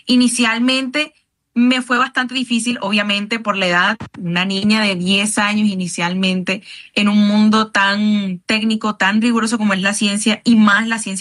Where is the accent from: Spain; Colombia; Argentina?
Colombia; Barranquilla, Atlántico; Yo, evidentemente, soy barranquillera. Yo crecí entendiendo que el Caribe no es simplemente un paisaje